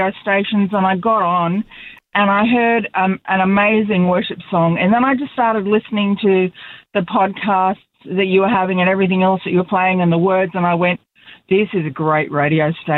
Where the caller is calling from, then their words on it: Sydney, New South Wales, Australia; I'm calling from Sydney, and I'm actually a very new listener.